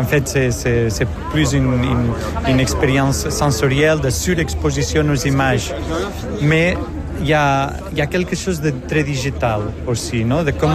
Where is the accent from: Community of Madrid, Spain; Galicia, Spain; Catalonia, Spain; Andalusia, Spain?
Catalonia, Spain; Manresa; French is a second language; moved away as an adult; now in Brussels, Belgium; artiste espagnol de Manresa, mais que j'habite à Bruxelles depuis des années déjà.